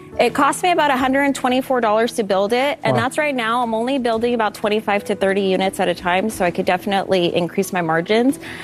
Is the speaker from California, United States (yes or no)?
yes; El Dorado Hills, California, United States; Hello, sharks. … I am from El Dorado Hills, California, and I am the co-founder of Firefighter One.